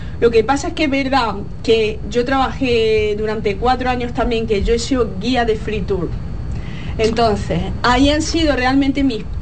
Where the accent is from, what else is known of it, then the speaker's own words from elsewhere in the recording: Andalusia, Spain; accent: Eastern Andalusian; also born or lived in Germany; now in Dominican Republic; es de Andalucía Oriental. Yo hago muchos chistes porque nosotros en mi zona, que sería Jaén, Granada, Almería, abrimos mucho las vocales, hablamos como así